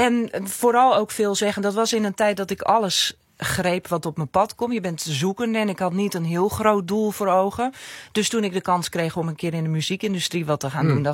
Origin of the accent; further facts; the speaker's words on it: Ameland, Friesland, Netherlands; accent: Frisian; moved away; omdat ik van Ameland kom, echt het uiterste puntje van Friesland. Mensen kunnen aan me horen dat ik uit Friesland kom, vinden ze soms ook wel wat van.